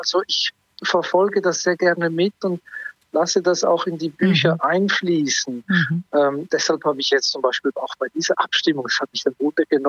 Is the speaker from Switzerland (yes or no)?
yes; Switzerland; now in Iceland; Aber da merke ich dann so als Schweizer, oh, da ist noch Raum nach oben. Also hier in Island